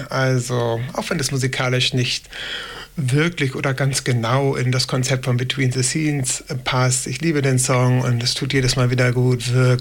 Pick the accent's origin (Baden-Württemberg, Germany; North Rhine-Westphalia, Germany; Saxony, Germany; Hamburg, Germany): Hamburg, Germany; Wir senden ja aus Hamburg, FSK kommt aus Hamburg, ich komme aus Hamburg